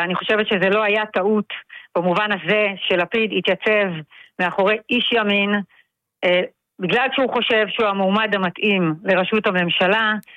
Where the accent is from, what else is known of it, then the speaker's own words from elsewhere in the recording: Migdal HaEmek, Northern District, Israel; אני גדלתי במגדל העמק, באמת גדלתי בבית מסורתי, ימני. ליקודי מאוד.